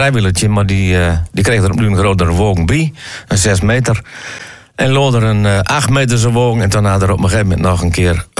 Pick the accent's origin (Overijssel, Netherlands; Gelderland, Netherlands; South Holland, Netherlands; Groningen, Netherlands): Groningen, Netherlands; Ulrum; born there; Moeke had ook nog een winkeltje in de snakkenboeren waar ik geboren ben.